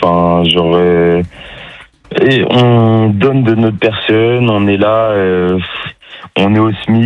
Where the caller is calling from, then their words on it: Saint-Cyr-en-Pail, Pays de la Loire, France; Moi je suis à Saint-Cyr en Paille, entre Alençon et Mayenne.